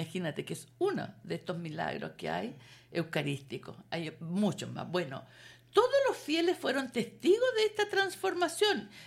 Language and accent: Spanish; Molina, Maule, Chile; Él estuvo como párroco más de 15 años en Molina, en mi tierra natal.